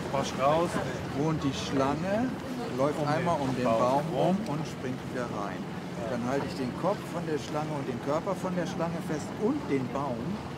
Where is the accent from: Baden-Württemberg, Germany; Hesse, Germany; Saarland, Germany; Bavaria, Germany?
Hesse, Germany; Biedenkopf; born there; moved away as an adult; now in Schleswig-Holstein, Germany; Ich bin Hesse, ja. Ich bin im Biedenkopf, also Landkreis Marburg-Biedenkopf, geboren. Habe damals auf dem Edersee segeln gelernt und zum Studium bin ich nach Schleswig-Holstein gekommen.